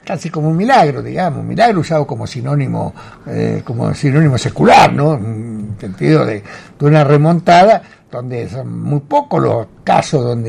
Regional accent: Argentina; los argentinos acompañamos a esta selección

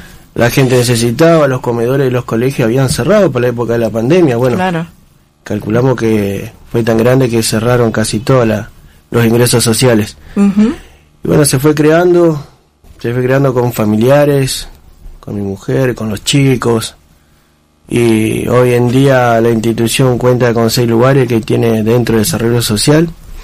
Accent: Santa Fe, Argentina; Yo soy nacido y criado en Santa Rosa de Lima.

